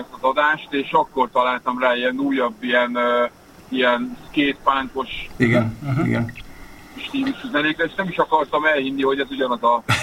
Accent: Csongrád, Csongrád-Csanád, Hungary; born there; Én Csongrádon születtem, ott a Üdvipózban játszottatok sokat.

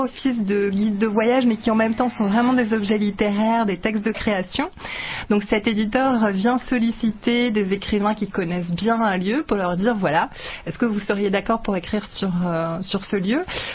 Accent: France; je suis née en France de parents hongrois. Mm-hmm. Donc, comme beaucoup d'enfants d'immigrés ou d'émigrés, immigrés, tout dépend d'où on regarde les choses, j'ai grandi dans cette situation où donc on était plutôt en France à ce moment-là.

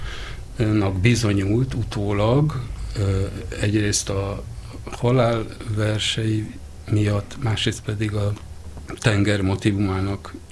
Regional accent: Budapest, Hungary; also born or lived in Miskolc; én budapestiként Miskolcra mentem tanulni 1990-ben, ott éltem 7 éven keresztül, és utána visszaköltöztem Budapestre.

